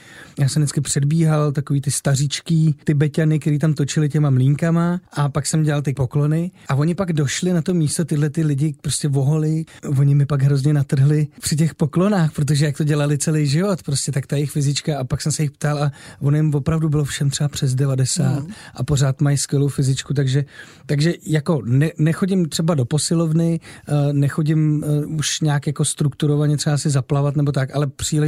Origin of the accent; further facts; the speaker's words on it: Třinec, Moravian-Silesian Region, Czechia; já jsem z Třince.